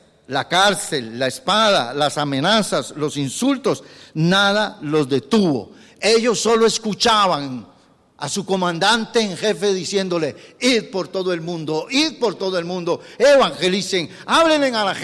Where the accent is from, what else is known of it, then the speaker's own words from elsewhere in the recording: Costa Rica; Y nosotros, como costarricenses, a veces no conocemos nada de ejército, ni de comandantes, ni de órdenes.